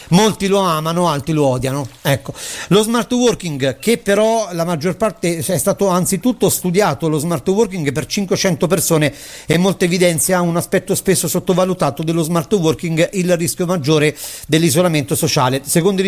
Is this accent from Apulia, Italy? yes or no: no; Campania, Italy; mi permette tranquillamente di essere qua al mio paese. Un saluto dalla Campania.